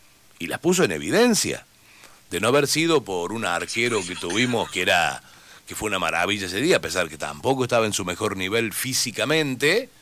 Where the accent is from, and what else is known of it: Argentina